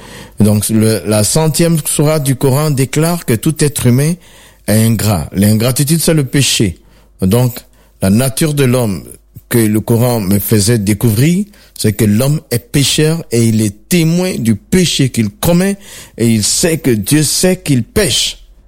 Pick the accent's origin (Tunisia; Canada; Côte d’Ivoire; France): Côte d’Ivoire; je suis originaire de la Côte d'Ivoire.